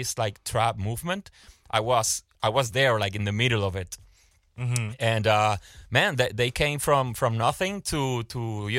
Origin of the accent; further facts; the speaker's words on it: San Juan, Puerto Rico; Like I can tell you that because I come from Puerto Rico, from the, you know, from the capital. I saw all his upbringing.